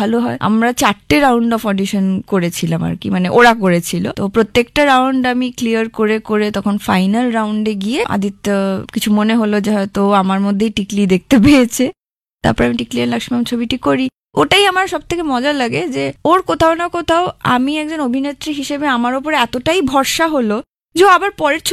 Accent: West Bengal, India; তো সেই ক্ষেত্রে আই গট লাকি যে আমি বাঙালি।

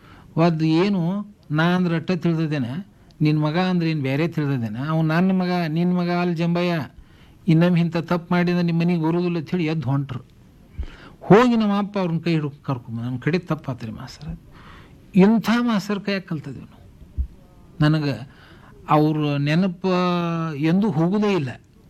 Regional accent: Banahatti, Karnataka, India; ನಮ್ಮೂರು ಬನಟ್ಟಿ ಸಣ್ಣದು

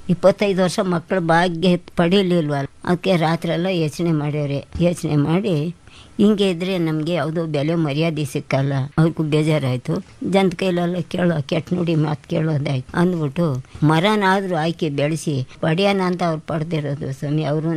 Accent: Gubbi, Karnataka, India; ಗುಬ್ಬಿ ಹೊಸಳ್ಳಿ ತಾಲೂಕಿನಲ್ಲಿ ನಾವು ಹುಟ್ಟಿ ಬೆಳೆದಿದ್ದು.

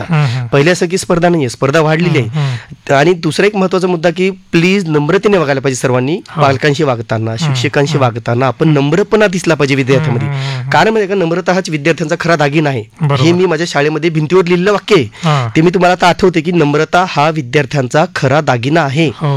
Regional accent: Chinchordi, Maharashtra, India; माझं गाव आहे कळमनुरी, म्हणजे हिंगोली जिल्ह्यातील कळमनुरी तालुक्यातील चिंचोरडी हे माझं मूळ गाव आहे आणि तिथूनच माझी सगळ्या गोष्टींची सुरुवात झालेली होती.

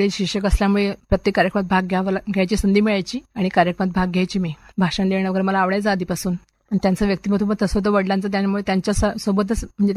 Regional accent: Bedgaon, Maharashtra, India; माझं गाव बेडगाव.

